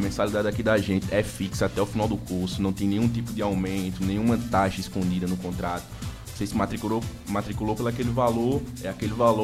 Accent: Campina Grande, Paraíba, Brazil; eu sou de Campina Grande, natural de Campina Grande.

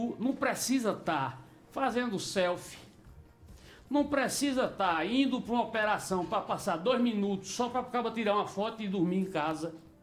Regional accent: Cajazeiras, Paraíba, Brazil; nós somos de Cajazeiras

